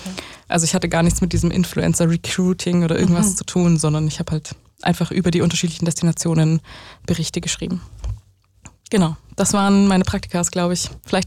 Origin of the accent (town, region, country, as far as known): Germany